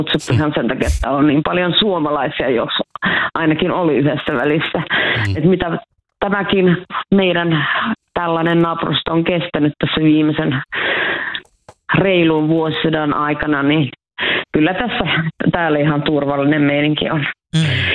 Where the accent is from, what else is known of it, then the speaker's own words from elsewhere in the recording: Oulu, North Ostrobothnia, Finland; nyt on koulussa kotikaupungissani ilmakitaran 30-vuotiaat ja on aikoinaan toiminut siellä tällaisena kansainvälisenä ilmakitara-emäntänä jopa ihan tämmöiseen dokumenttiin asti ja silloinkin käytiin karaokeessa, eli Oulun klassisessa karaoke-baarissa.